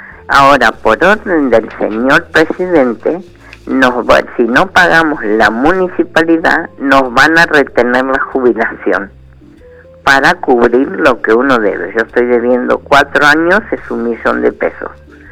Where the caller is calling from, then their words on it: San Miguel, Buenos Aires Province, Argentina; yo vivo en San Miguel y le quiero comentar que tengo 82 años, vivo sola